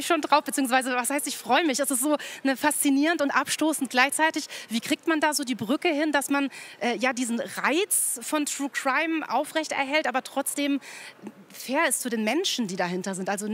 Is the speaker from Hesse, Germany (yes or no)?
yes; Hesse, Germany; gibt es die nächste Live-Show auf verschiedenen Bühnen bei uns zu Hause in Hessen.